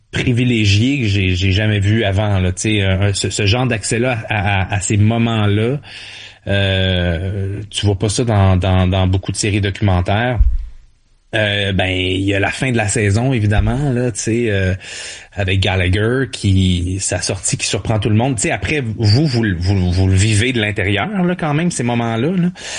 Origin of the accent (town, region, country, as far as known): Montreal, Quebec, Canada; born there